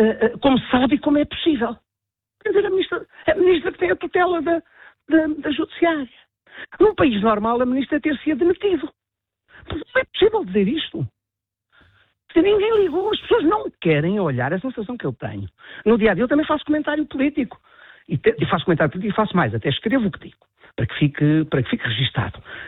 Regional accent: Portugal; eu, como português

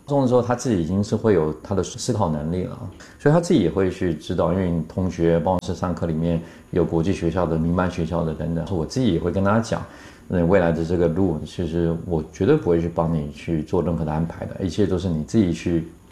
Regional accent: Taipei, Taiwan; moved away as an adult; now in Nanjing, China; 我在台北现在的信义计划区，也就是我们知道的台北101周边的整个商圈，那个时候我是小时候在那边骑脚踏车

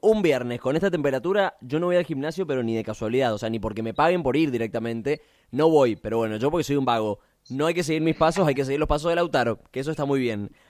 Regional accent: Mendoza, Argentina; esa vista que tenemos los mendocinos que es una locura.

